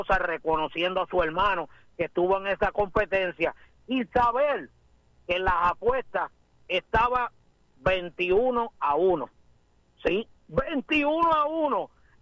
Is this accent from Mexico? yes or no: no; Puerto Rico; somos boricuas, para que ustedes lo sepan.